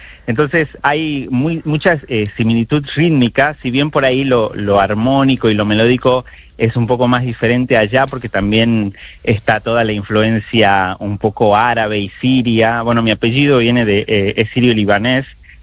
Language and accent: Spanish; Tucumán, Argentina; moved away; en Tucumán, de donde yo soy, que es del interior de Argentina, en el norte